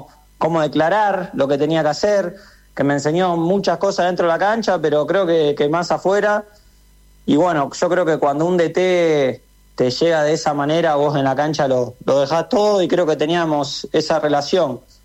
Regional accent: Rosario, Santa Fe, Argentina; soy de Rosario, mi familia y yo, bueno, somos muy muy de Central

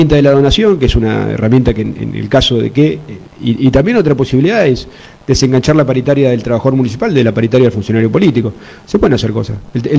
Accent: Bahía Blanca, Buenos Aires Province, Argentina; born there; Vivo a 5 cuadras donde nací. Nací el 25 de mayo del 200, ahora vivo en Villarino el 600.

